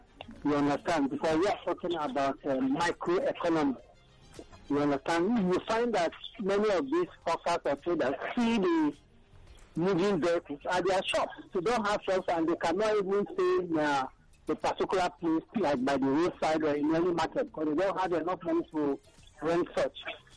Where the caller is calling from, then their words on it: Abuja, Federal Capital Territory, Nigeria; I'm calling from Abuja.